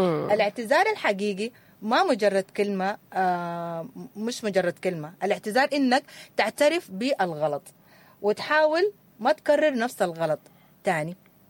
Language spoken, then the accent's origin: Arabic; Sudan; هل نحن محتاجين مناهجنا تكون متغيرة ومتجددة على حسب الواقع اللي نحن عشناه، خاصة كسودانيين في المراحل اللي نحن مرينا بيها من حرب وأذية وخطابات كراهية والعنصرية؟